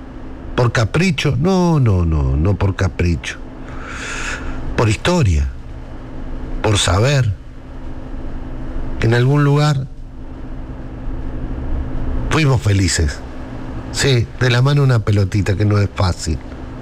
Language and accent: Spanish; Argentina